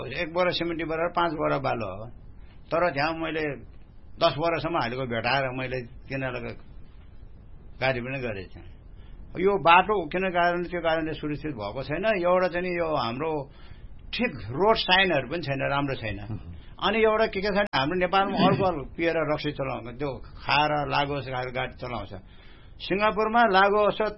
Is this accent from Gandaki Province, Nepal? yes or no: yes; Gandaki Province, Nepal; born there; also born or lived in Singapore; now in Pokhara, Nepal; म मेरो जन्मभूमि गाउँ तान्चोक कोडगाउँ हाल बसोबास पोखरा बाग बजार